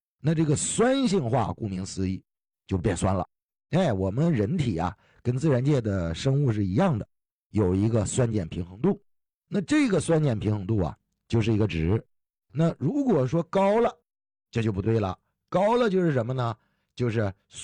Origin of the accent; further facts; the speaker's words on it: China; 身为中国人呢，有人说我就得用中医